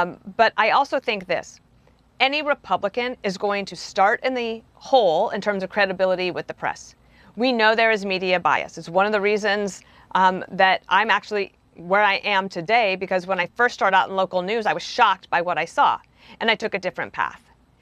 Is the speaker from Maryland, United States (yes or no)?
no; New York City, New York, United States; as a New Yorker